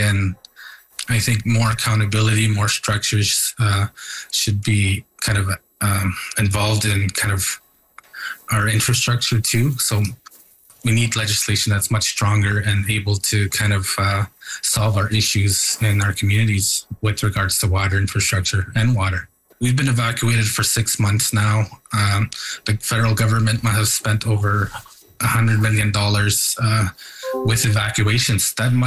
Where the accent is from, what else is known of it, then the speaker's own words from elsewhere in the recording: Kashechewan, Ontario, Canada; I grew up in Kisechewan.